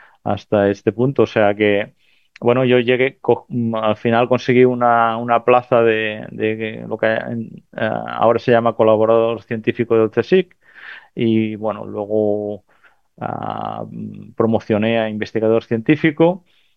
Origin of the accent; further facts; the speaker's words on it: Amposta, Catalonia, Spain; now in Roquetes, Spain; yo soy de Amposta, que está, nada, 20 kilómetros de aquí. Estudié física en Barcelona